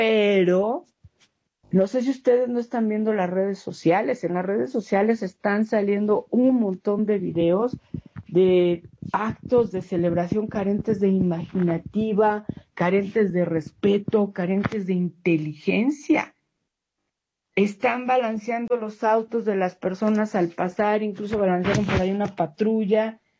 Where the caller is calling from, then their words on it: Mexico City, Mexico; de Ciudad de México.